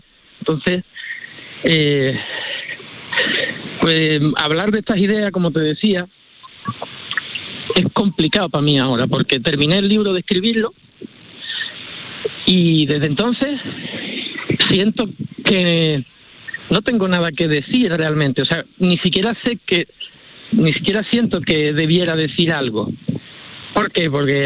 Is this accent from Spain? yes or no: yes; Andalusia, Spain; tengo un amor muy profundo por Doñana, por mi tierra